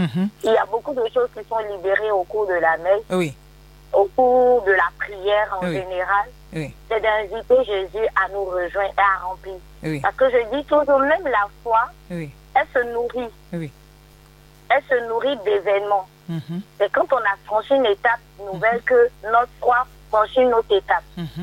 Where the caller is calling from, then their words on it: Abidjan, Côte d’Ivoire; Depuis Rivera Faya.